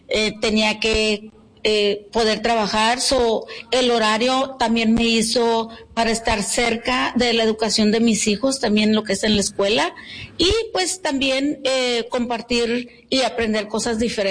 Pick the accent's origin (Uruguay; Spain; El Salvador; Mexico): Mexico; Mexicali, Baja California; moved away; Yo soy del Valle de Mexicali, del Ejido Hermosillo. Me vine aquí en el año 92